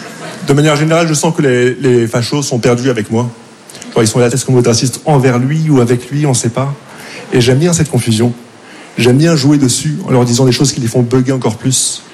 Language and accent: French; Casablanca, Casablanca-Settat, Morocco; j'ai grandi au Maroc, mais on dirait que ma voix est doublée par un mec qui s'appelle Maximilien, qui a vécu en Auvergne au Moyen-Âge. Je viens de Casablanca et je parle comme si je venais du 16e.